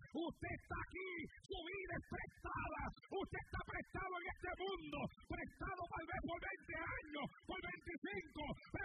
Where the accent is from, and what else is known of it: Santa Isabel, Puerto Rico